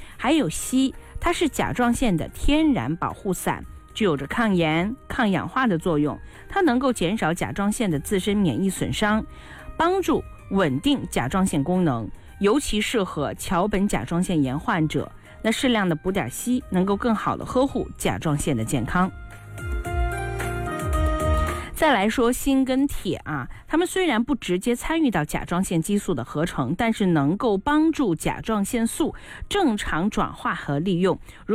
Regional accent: Inner Mongolia, China; 我是内蒙古的嘛，在我小的时候，好像我们家那边啊，就是会有检查

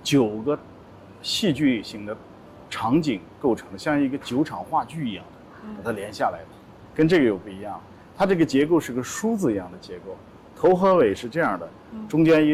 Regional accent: Changji, Xinjiang, China; born there; 因为我在昌吉出生，我内心里非常的敬畏。我的出生地绝对不能轻易写，面对自己的出生地新疆

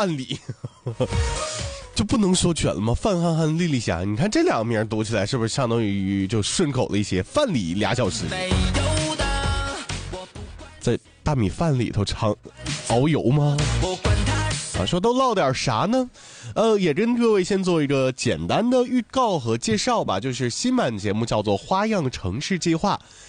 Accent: Dalian, Liaoning, China; 对于咱们大连人来说是一个开海的日子。

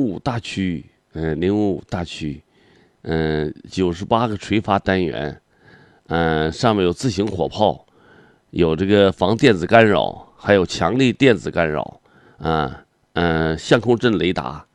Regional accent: Heilongjiang, China; born there; now in Panjin, China; 黑龙江我老家那边我打电话了，东发乡的，我们村的我们屯的都打电话说你回来吧

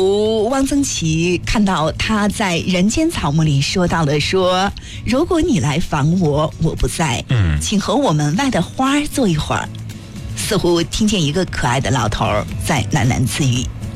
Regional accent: Kashgar, Xinjiang, China; 就是我觉得就是像我是在喀什出生长大的，我也叫不出这么多桃子的名字。

